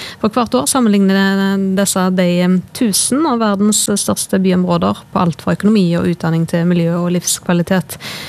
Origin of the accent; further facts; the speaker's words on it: Bergen, Vestland, Norway; her er jeg, som er fra Bergen.